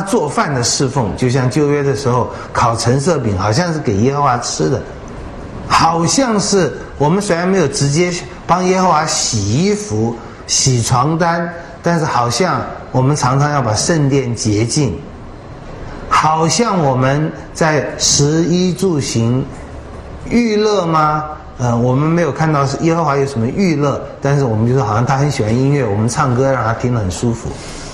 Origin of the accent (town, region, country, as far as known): China